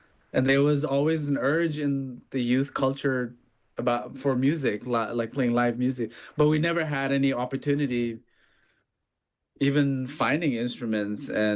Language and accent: English; Bhutan; So I grew up in Bhutan.